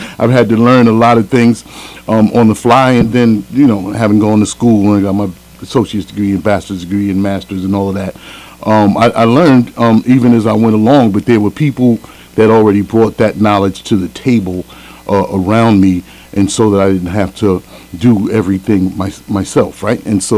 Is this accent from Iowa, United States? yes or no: no; New York City, New York, United States; Friends for Life being six families from the south side of Jamaica, Queens, of which my family is one, who grew up over there together in the south side of Queens